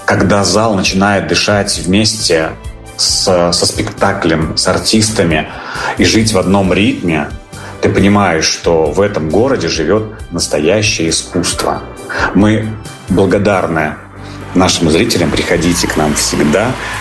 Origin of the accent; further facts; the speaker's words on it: Krasnodar Krai, Russia; у нас казачий регион.